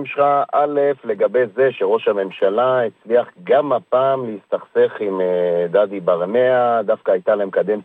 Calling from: Herzliya, Tel Aviv District, Israel

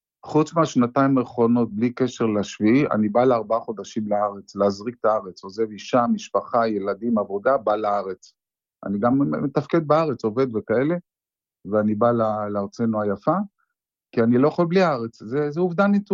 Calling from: Algarve, Portugal; אני אצלך פעם ראשונה, אני מפורטוגל.

